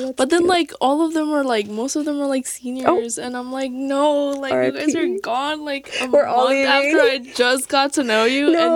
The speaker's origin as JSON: {"language": "English", "region": "New York", "country": "United States", "said": "I'm from New York"}